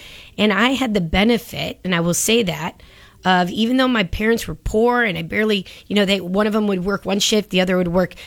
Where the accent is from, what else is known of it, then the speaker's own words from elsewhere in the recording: Chicago, Illinois, United States; born there; I was born in Little Village, and that's on the southwest side of the city.